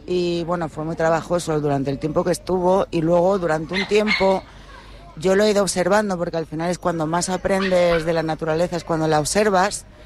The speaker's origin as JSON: {"language": "Spanish", "area": "La Palma", "region": "Canary Islands", "country": "Spain", "tie": "born there", "also_born_or_lived": "Madrid"}